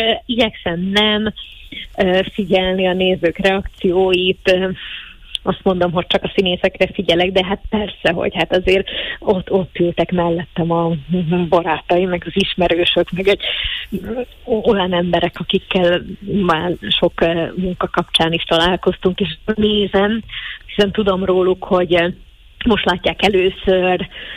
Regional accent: Šamorín, Trnava Region, Slovakia; moved away; Somorján játszani a kultúrházba, a szülővárosomban, abban a VMK-ban, ahol gyerekként is sokszor felléptem

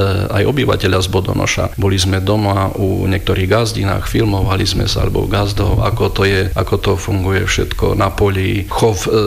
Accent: Romania; u nás v Rumunsku

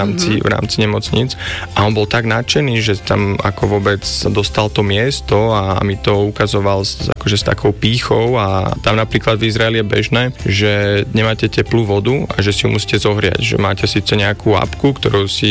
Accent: Bratislava, Bratislava Region, Slovakia; born there; also born or lived in Vienna, Austria / Brno, Czech Republic / Prague, Czech Republic / Oxford, United Kingdom; Narodil som sa v Bratislave. Na strednú školu som chodil prvé 2 roky do Viedne, ale potom do Bratislavy na gymnázium Matky Alexie. A potom som vlastne išiel študovať do Česka.

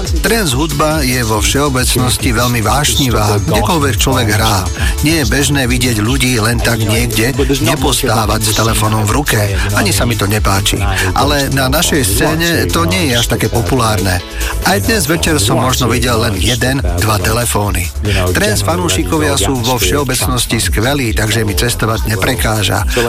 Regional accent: United Kingdom; Ja mám to šťastie, že som Brit

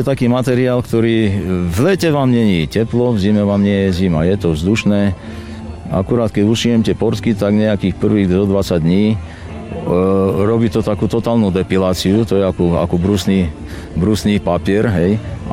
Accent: Ždiar, Prešov Region, Slovakia; born there; a pochádzam odtiaľto z Bachledovej doliny. Tento rod je tu už vyše 400 rokov. Patrí medzi tie rody, ktoré založili fakticky Ždiar.

